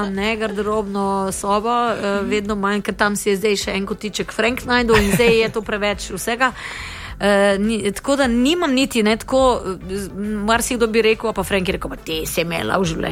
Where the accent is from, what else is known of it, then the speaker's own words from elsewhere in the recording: Styria, Slovenia; Seveda, sem pa Štajerka.